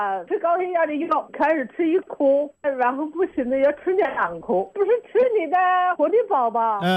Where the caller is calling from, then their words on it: Anlu, Hubei, China; 我是安陆的。